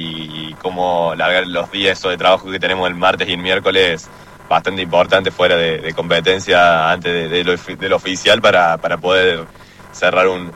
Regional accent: Bell Ville, Córdoba, Argentina; somos los dos de Belville.

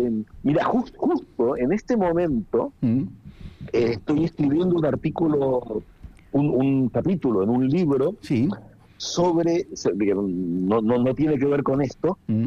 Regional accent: Argentina; moved away; Siendo un argentino que está fuera

